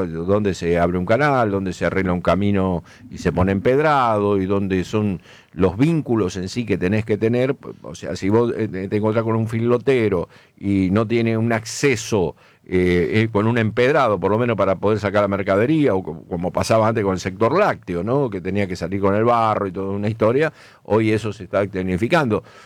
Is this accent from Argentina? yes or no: yes; Santa Fe, Argentina; como santafesino y como empresario.